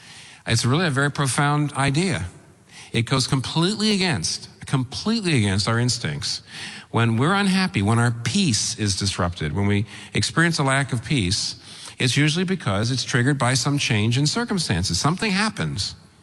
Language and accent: English; Pennsylvania, United States; And that's why I'm here. I'm from Pennsylvania.